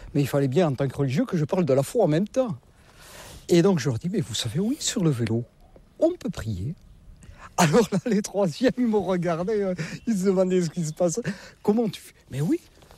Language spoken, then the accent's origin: French; Saint-Vincent-de-Paul, Nouvelle-Aquitaine, France; Avec mon accent, je ne suis pas du nord de la Loire, non. Je suis des Landes, du pays de Saint-Vincent-de-Paul.